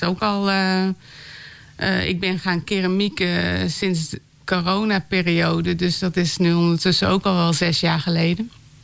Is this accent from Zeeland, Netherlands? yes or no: no; Groningen, Netherlands; Ik ben ook geboren in de Reiderwolderpolder. Dus ben een boerendochter.